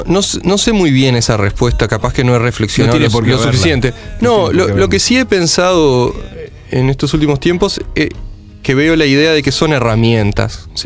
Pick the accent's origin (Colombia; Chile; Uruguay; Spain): Uruguay; Confieso que cuando me dijo, ah, vos sos argentino, y le dije, no, soy uruguayo